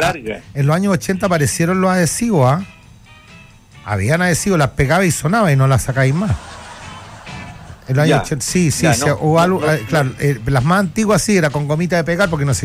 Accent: Chile

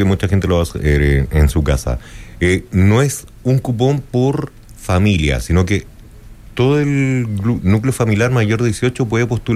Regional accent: Chile; Así somos los chilenos.

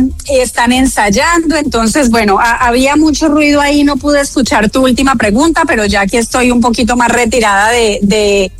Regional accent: Colombia; para nosotros como colombianos

